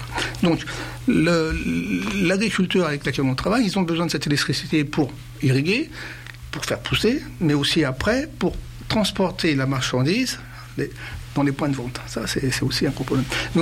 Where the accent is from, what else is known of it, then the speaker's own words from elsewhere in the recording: France; comme chez nous en France